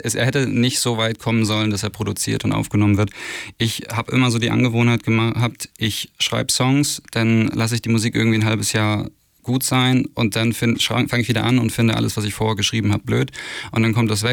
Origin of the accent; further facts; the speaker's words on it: Schleswig-Holstein, Germany; moved away as an adult; also born or lived in Elmshorn; now in Hamburg, Germany; Ich komme aus Imshorn, in der Nähe geboren, in der Nähe aufgewachsen und dann in die gruselige große Stadt Imshorn gezogen. Und jetzt ist Hamburg die nächste große gruselige Stadt.